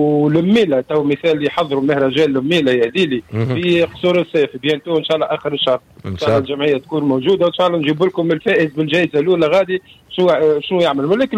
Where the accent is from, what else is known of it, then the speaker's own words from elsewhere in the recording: Tunisia; احنا توانسه